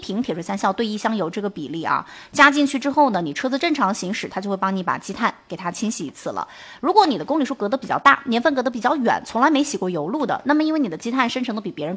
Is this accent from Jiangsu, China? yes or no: no; Jiangxi, China